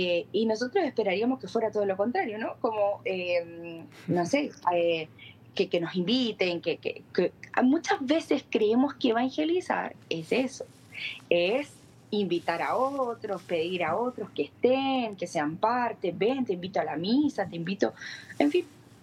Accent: Santiago, Santiago Metropolitan Region, Chile; obviamente. Tengo 34 años, nacida y criada aquí en Santiago de Chile.

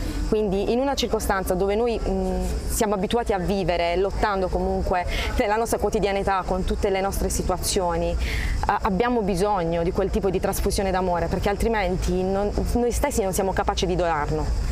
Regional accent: Bari, Apulia, Italy; vengo da Bari, dall'Italia.

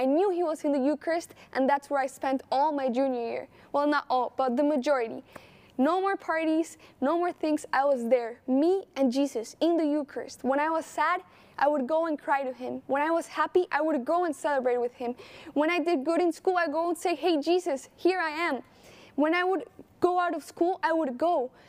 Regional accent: Colombia; moved away; I was raised in Colombia, and in Colombia, you don't really hear, or at least in my school, where I was raised, in the environment I was raised, people wouldn't talk about God.

